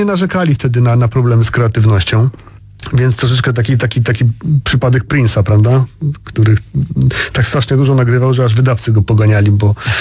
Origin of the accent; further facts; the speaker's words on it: Warsaw, Masovian Voivodeship, Poland; No ja tutaj jako warszawiak zazdroszczę Opolu, bo Opole ma fenomenalny dorobek nagraniowy, tak.